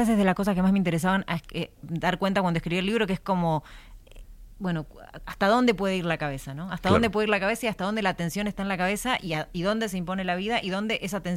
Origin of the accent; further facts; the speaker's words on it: Argentina; Yo soy argentina y escribo cuento.